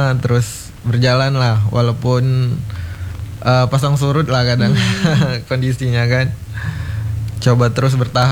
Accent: Bengkulu, Indonesia; moved away; Awalnya kami dari Bengkulu merantau ke sini kan. Merantau, awal nyampe ke sini memang rencana awalnya untuk jualan

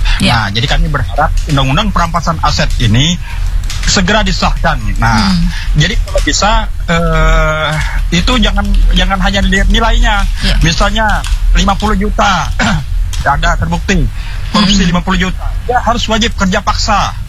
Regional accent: Kalimantan, Indonesia; makanya saya juga kami juga orang Dayak ini, orang lokal ini kan punya kearifan lokal.

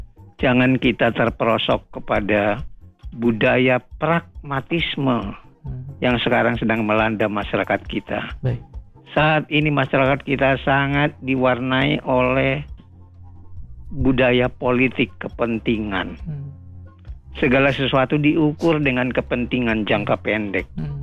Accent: North Sumatra, Indonesia; Karena saya adalah berasal dari Angkola, Tapanuli Selatan, maka saya juga ingin memperkenalkan nanti ada kekhasan dibandingkan dengan Tapanuli Utara.

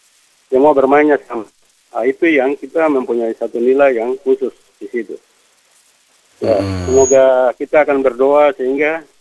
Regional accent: Jakarta, Indonesia; born there; saya kelahiran Jakarta.

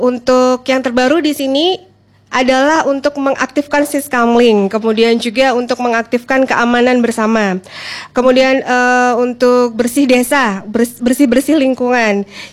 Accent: Sampang, East Java, Indonesia; sebagai orang Sampang merasakan di sepanjang jalan Panglima Sudirman itu emang terasa sekali itu bak sampah kan besar-besar di situ ya.

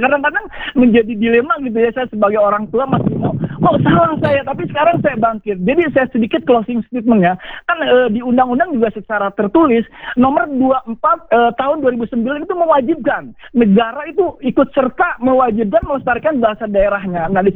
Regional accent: West Java, Indonesia; Saya suku Sunda, istri Aceh.

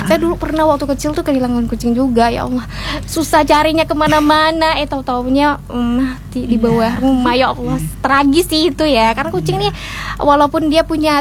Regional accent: Pemangkat, West Kalimantan, Indonesia; now in Singkawang, Indonesia; Asal dari Pemangkat

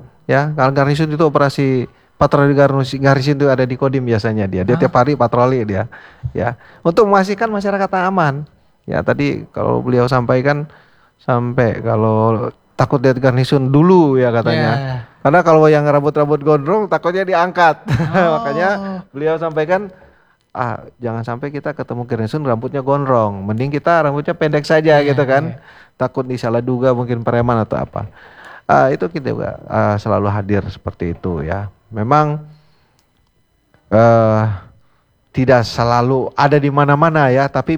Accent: Minahasa, North Sulawesi, Indonesia; kebetulan saya orang Putra Minahasa juga

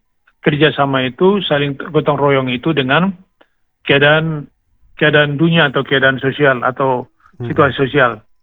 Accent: Siborong-Borong, North Sumatra, Indonesia; moved away; di kampung saya dulu ya, di Siborong-Borong saya

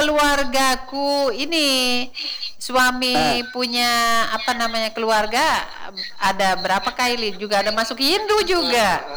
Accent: Central Sulawesi, Indonesia; kalau saya ingat dulu waktu masih SD SMP itu di daerah saya Malonas

